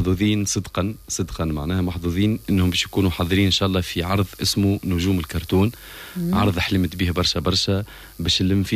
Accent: Gafsa, Gafsa Governorate, Tunisia; moved away; كي جيت معناها الخرجة نتاعي من قفصة لغالب ظروف عائلية خرجت لازمني نكون موجود مع عائلتي

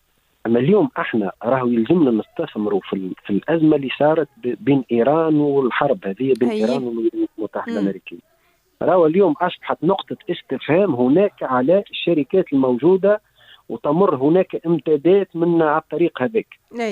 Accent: Tunisia; أنا نحلم من حقي كتونسي

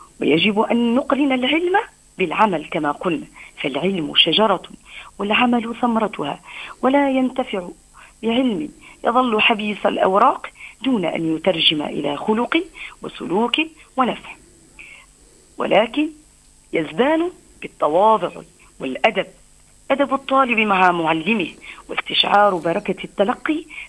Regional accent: Tunisia; اللهم انزل على بلدنا تونس الأمن والأمان والسكينة والاطمئنان

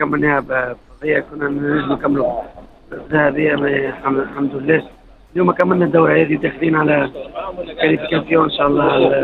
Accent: Tunisia; عندنا في تونس هنا

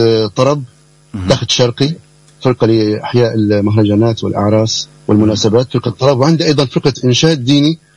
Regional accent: Aleppo, Aleppo Governorate, Syria; moved away as an adult; now in Netherlands; أنا من حلب الشهباء

